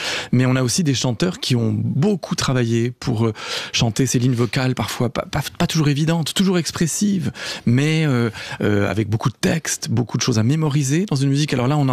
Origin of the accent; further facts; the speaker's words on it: Geneva, Switzerland; born there; Moi je suis né à Genève